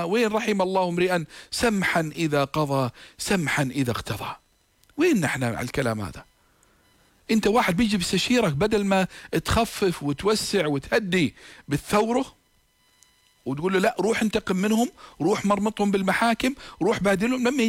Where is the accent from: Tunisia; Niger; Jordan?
Jordan; عندنا في الأردن